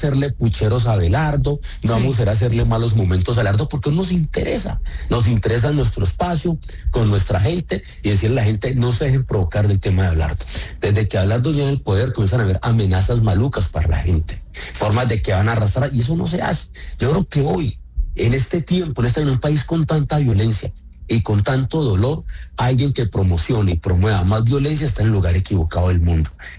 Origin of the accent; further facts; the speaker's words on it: Sevilla, Valle del Cauca, Colombia; born there; now in Cali, Colombia; Universidad de La Ladera, una nueva sede en Tuluá y otra en Sevilla, donde yo nací en Sevilla y vivo hace 43 años en el distrito de Agua Blanca, en Santiago de Cali.